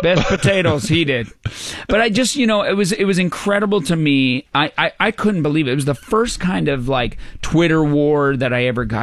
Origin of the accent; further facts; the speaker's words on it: Newfoundland and Labrador, Canada; first of all, I grew up in Newfoundland.